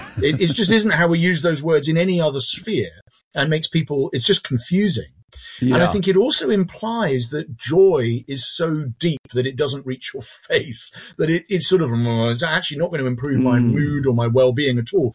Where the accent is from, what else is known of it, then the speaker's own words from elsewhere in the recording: England, United Kingdom; Yeah, I'm English and very proud.